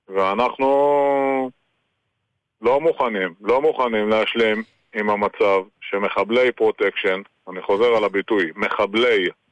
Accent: Galilee, Israel; אנחנו מהגליל. אנחנו חיים תחת שלטון זר.

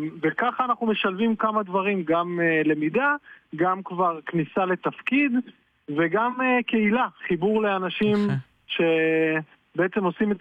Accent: Haifa, Haifa District, Israel; אני מחיפה, אני מקיבוץ המחנכים בחיפה

